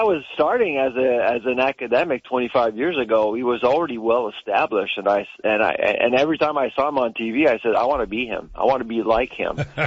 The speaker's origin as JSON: {"language": "English", "country": "Canada", "said": "Whenever you go to China, as a Canadian, everyone asks you, can you send baby formula to China"}